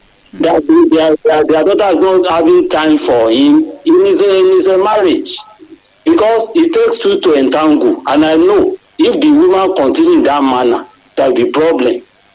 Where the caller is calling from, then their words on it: Oluwo, Nigeria; I'm calling from Oluwo.